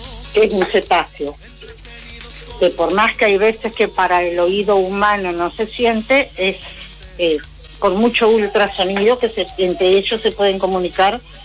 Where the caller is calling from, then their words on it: northern Argentina, Argentina; tierra seda es un animal que nosotros tenemos en el norte.